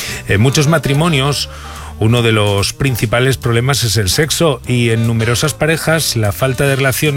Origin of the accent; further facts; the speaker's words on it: Bilbao, Basque Country, Spain; now in Tarragona, Spain; Soy de Bilbao, pero vivo en Tarragona.